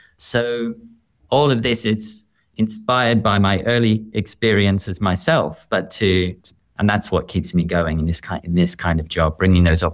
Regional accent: Melbourne, Victoria, Australia; My first experience of something like that was when I grew up in Australia. You might hear it a little bit in my accent, but, you know, in the edge of Melbourne, in a small little suburb.

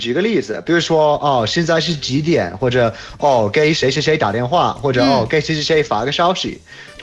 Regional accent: United Kingdom; from the UK. 大家好，我是来自英国的

